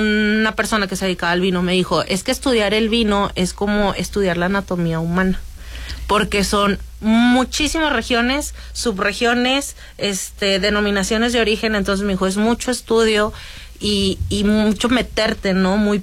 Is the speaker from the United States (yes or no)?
no; Saltillo, Coahuila, Mexico; Sí, soy orgullosamente coahuilense.